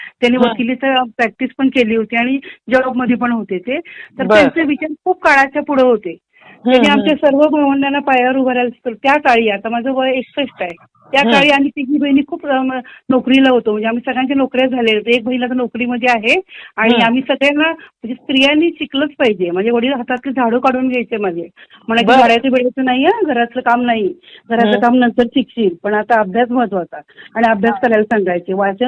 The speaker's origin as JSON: {"language": "Marathi", "town": "Aundh", "region": "Maharashtra", "country": "India", "tie": "born there", "also_born_or_lived": "Pune", "said": "माझा जन्म सातारा जिल्ह्यातील औंध झाला."}